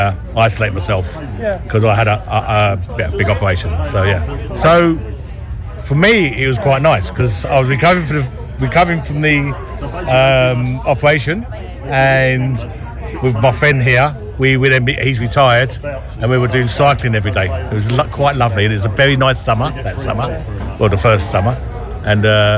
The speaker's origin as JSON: {"language": "English", "region": "London", "country": "United Kingdom", "said": "I'm from Battersea in London, but I'm not the snooker player."}